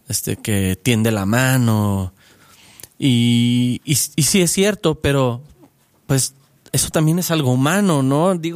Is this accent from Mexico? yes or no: yes; Mexico